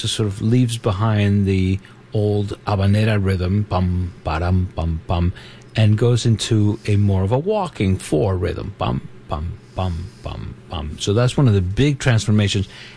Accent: California, United States; as a Californian

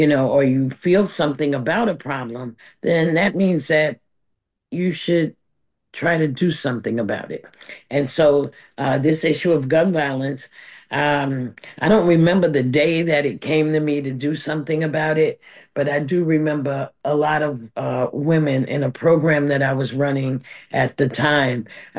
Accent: New York City, New York, United States; I was born and raised in the Bronx. I've been in Harlem for a long time, over 40 years

